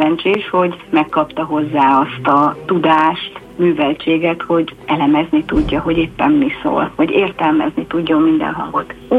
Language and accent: Hungarian; Hungary; first language Hungarian